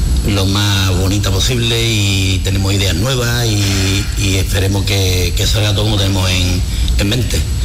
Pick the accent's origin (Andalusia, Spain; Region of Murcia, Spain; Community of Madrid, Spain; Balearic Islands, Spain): Andalusia, Spain; Arcos de la Frontera